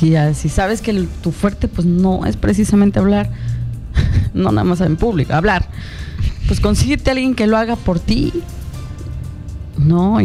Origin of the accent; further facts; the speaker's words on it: Jalpa de Méndez, Tabasco, Mexico; soy de Jalpa de Méndez